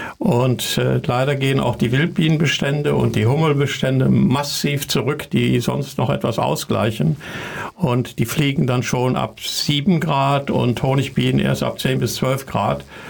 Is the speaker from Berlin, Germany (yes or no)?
no; North Rhine-Westphalia, Germany; Also einmal die Information vielleicht hier aus meiner Heimat, aus Lippe.